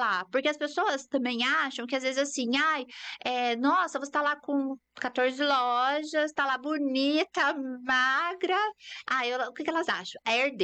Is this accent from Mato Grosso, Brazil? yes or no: yes; Cuiabá, Mato Grosso, Brazil; now in Cascavel, Brazil; Eu falo que eu sou de Cuiabá. Eu acho que Cascavel é um lugar de gente, é muito próspero.